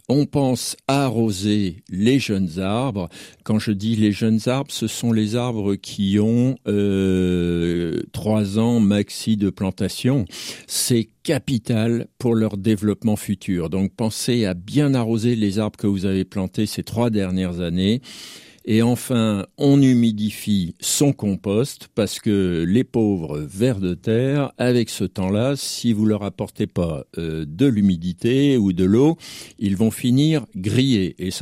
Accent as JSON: {"language": "French", "region": "Hauts-de-France", "country": "France", "said": "C'est mon origine qui veut ça, hein. Je suis un vrai ch'timi, c'est comme ça."}